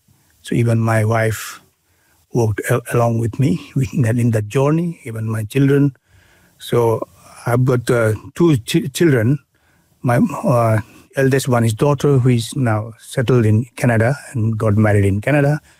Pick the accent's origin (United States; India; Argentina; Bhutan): Bhutan; English is a second language; moved away as an adult; also born or lived in Nepal; now in Nelson, New Zealand; I was born in Bhutan, and got married in Bhutan. I had children in Bhutan.